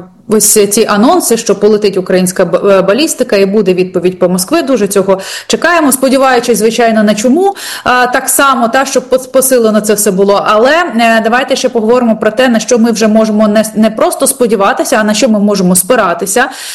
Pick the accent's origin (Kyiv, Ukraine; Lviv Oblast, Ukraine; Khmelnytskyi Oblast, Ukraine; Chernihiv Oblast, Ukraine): Kyiv, Ukraine; та от я киянка